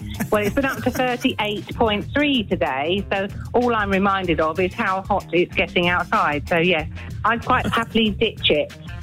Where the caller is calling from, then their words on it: Great Melton, East of England, United Kingdom; I'm calling from Great Melton in Norfolk.